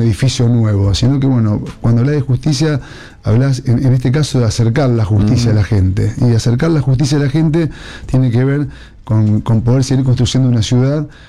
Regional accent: Casilda, Santa Fe, Argentina; somos de Casilda

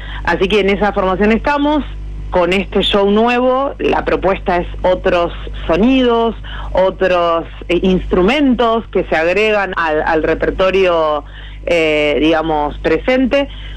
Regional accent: Coronel Arnold, Santa Fe, Argentina; Yo soy de Coronel Arnold, un pueblito que seguramente los oyentes pueden conocer, pero es un pueblito que estamos a 20 minutos de Casilda, un pueblo de 1000 habitantes.

